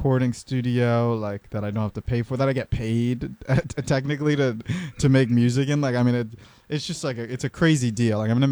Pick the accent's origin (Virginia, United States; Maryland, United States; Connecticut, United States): Connecticut, United States; I'm from Connecticut.